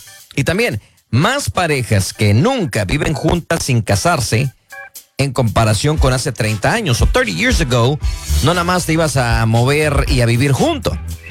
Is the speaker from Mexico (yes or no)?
yes; Mexico; now in United States; Estamos en Estados Unidos y sin duda hay que aceptar que aunque somos mexicanos, las cosas cambian, las tradiciones, y nos adaptamos también muchas veces a las costumbres de este país